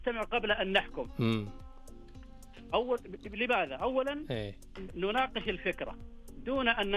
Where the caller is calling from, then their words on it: Muhayil, Asir, Saudi Arabia; أكلمك من محاي العسير.